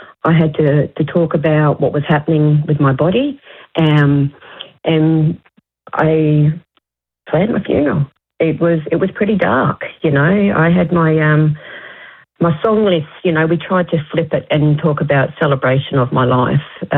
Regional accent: South Australia, Australia; moved away as an adult; I was living in Western Australia then. All my kids had been born in WA, but I'm from South Australia

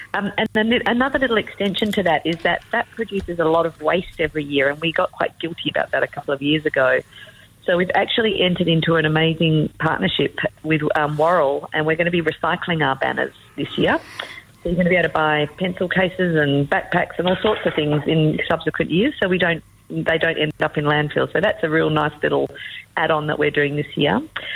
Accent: Kalamunda, Western Australia, Australia; I grew up in Kalamunda, up in the Black Hills, and I was, you know, my backyard was a 5,000-acre national park

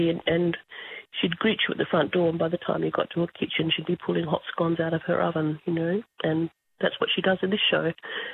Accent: Broome, Western Australia, Australia; I'm from Broome.

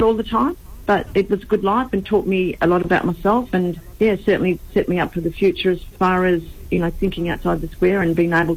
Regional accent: Western Australia, Australia; also born or lived in Bindoon, Western Australia; grew up Bindoon, mainly 2J. So the age of 5, I think, we moved to 2J.

